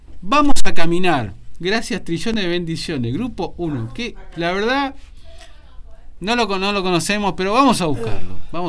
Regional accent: Argentina; viste cómo somos los argentinos, somos intensos

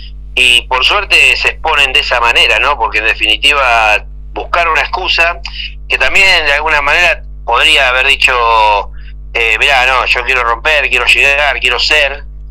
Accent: Argentina; lo estamos viviendo todos los argentinos de Argentina.

